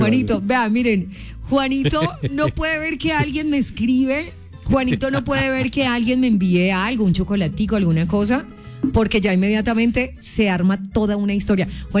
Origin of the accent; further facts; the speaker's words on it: Manzanares, Caldas, Colombia; de que es casi paisana, no es de Manzanares, pero es de Pensilvania Caldas. Es ahí súper cerquita de mi tierra.